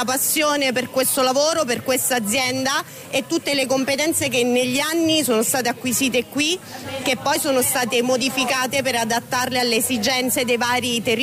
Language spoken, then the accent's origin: Italian; Sicily, Italy; moved away as an adult; questa splendida terra che è anche la mia terra d'origine